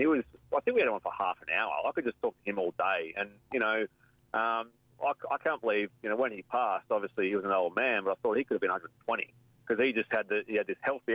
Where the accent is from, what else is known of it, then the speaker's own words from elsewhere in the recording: Perth, Western Australia, Australia; moved away; growing up in Bibra Lake, and I had no rugby league interest around that time